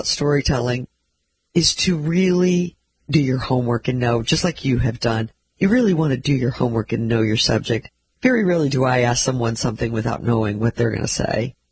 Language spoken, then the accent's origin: English; Missouri, United States; We're both from Missouri, and he's been on this journey with me, and it's great.